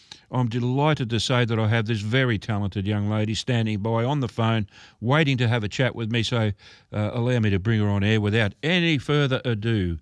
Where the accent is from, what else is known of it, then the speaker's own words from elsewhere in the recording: Melbourne, Victoria, Australia; I'm a Melbourne boy, you know. I grew up, born and raised in Melbourne, so I'm a city boy.